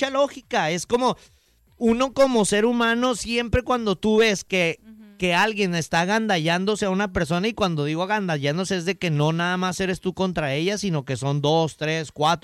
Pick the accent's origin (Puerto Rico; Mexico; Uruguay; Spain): Mexico; Y yo soy mexicano.